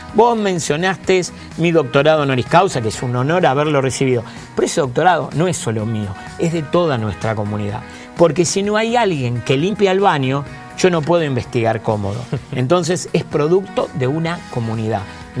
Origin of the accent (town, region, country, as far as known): Argentina